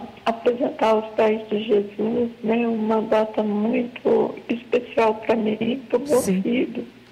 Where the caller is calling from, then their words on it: Juiz de Fora, Minas Gerais, Brazil; Eu falo de Juiz de Fora.